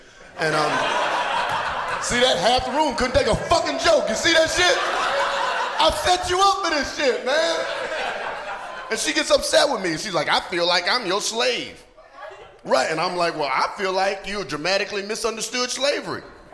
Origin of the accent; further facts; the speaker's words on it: North Carolina, United States; I'm from the South, right? I'm from North Carolina, with school in Atlanta.